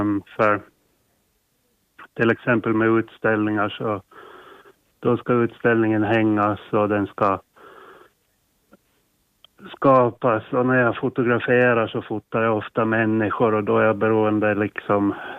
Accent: Åland, Åland Islands; moved away; Jag ser mig alltid som 100% ålänning och född och uppvuxen på Åland

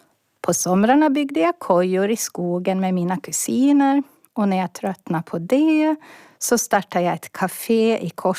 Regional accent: Åland, Finland; now in Stockholm, Sweden; och är född och uppvuxen på Åland men är bosatt i Stockholm

